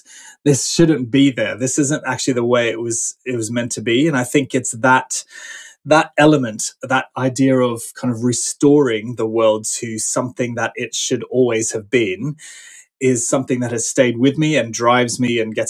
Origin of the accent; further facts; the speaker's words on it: Philippines; because I grew up in the Philippines. My parents were Salvation Army ministers, and they were serving there, and so I lived in the Philippines with them.